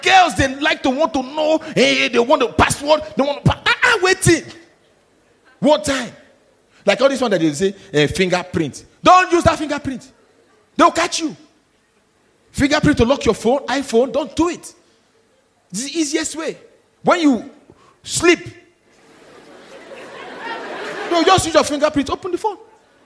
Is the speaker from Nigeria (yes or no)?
yes; Nigeria; I'm Nigerian.